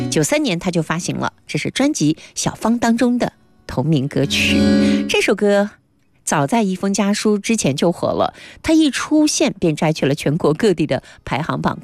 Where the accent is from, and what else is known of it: China